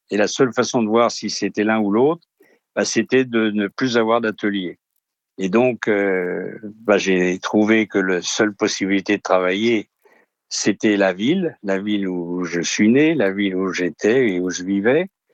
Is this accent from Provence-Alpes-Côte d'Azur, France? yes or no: no; Paris, Île-de-France, France; je suis parisien